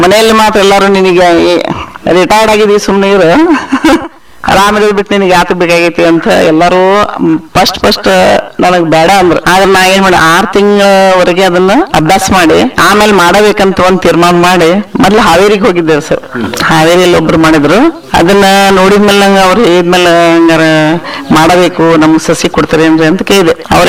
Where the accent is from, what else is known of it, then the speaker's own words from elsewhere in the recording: Metal, Karnataka, India; ನಮ್ಮ ಊರು ಮೇಟಾಲ್, ಮೇಟಾಲ್ ಗ್ರಾಮದ ವಾಸಿ ಇರುತ್ತೇನೆ.